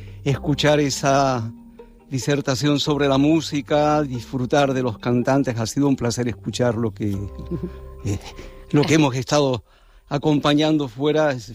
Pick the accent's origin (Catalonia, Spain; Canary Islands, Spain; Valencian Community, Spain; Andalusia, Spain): Canary Islands, Spain; Santa Cruz de Tenerife; also born or lived in India / Nepal / Thailand; yo soy de Tenerife, me crié en el barrio de Buenos Aires.